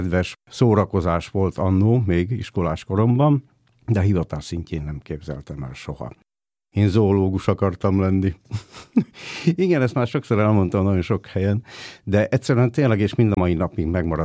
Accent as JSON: {"language": "Hungarian", "town": "Rožňava", "region": "Košice Region", "country": "Slovakia", "tie": "born or raised there", "moved": "yes", "said": "szülővárosomban, Rozsnyón"}